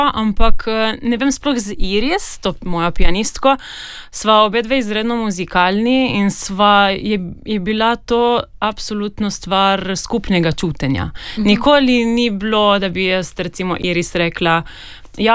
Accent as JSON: {"language": "Slovenian", "region": "Slovenian Littoral", "country": "Slovenia", "said": "ker nisem bila skozi življenje v stiku z nemščino, sem iz Primorske."}